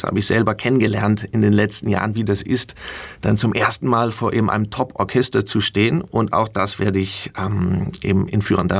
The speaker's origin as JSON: {"language": "German", "town": "Hannover", "region": "Lower Saxony", "country": "Germany", "tie": "born or raised there", "said": "das war in der Staatsoper in Hannover, meiner Heimatstadt, wo ich die Zauberflöte gesehen habe."}